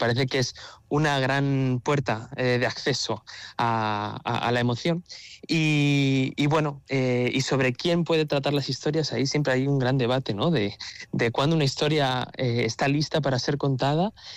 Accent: Madrid, Community of Madrid, Spain; No sé si en vuestra tierra ocurrió. Yo soy de Madrid

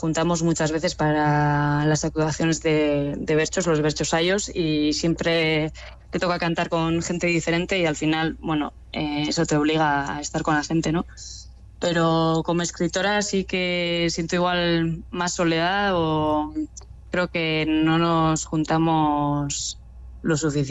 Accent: Basque Country, Spain; yo escribo en euskera porque soy euskaldún y me sale así

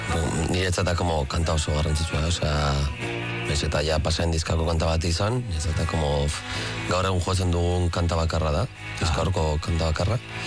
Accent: Basque Country, Spain; Euskaldunak gara, Euskal Herria maite dugu

